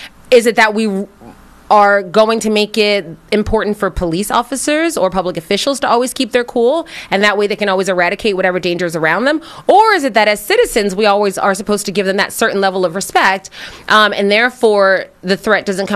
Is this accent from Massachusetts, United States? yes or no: no; Philadelphia, Pennsylvania, United States; I'm born and raised in Philadelphia. I love it here. I call myself a townie proudly.